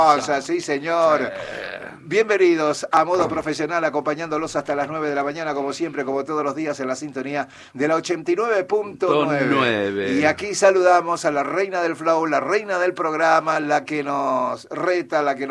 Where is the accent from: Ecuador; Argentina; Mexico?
Argentina; Yo soy argentino.